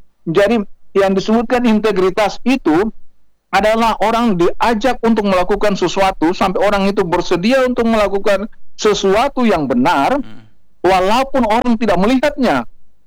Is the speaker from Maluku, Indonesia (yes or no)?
yes; Maluku, Indonesia; born there; moved away as an adult; now in Palu, Indonesia; Saya ini kan tidak lahir di Sulawesi, saya lahir di Maluku gitu ya. Tapi tahun 82 itu menginjakan kaki di Palu ini